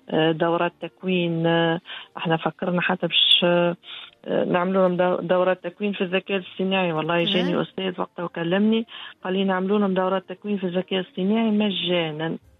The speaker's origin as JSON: {"language": "Arabic", "country": "Tunisia", "said": "شوف تونس نقول لهم أنا راهو تونسي حنين وكريم"}